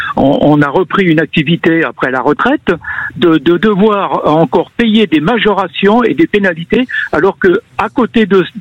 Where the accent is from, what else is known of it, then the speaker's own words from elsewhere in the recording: Auvergne-Rhône-Alpes, France; il n'y avait pas longtemps que j'avais changé de région puisque je viens de la Savoie